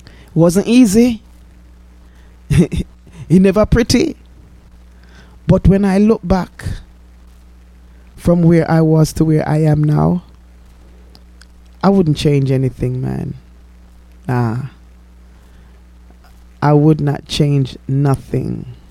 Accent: Jamaica; growing up in Jamaica

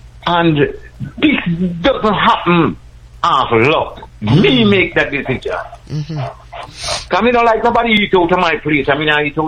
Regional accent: Jamaica; I'm a Jamaican man.

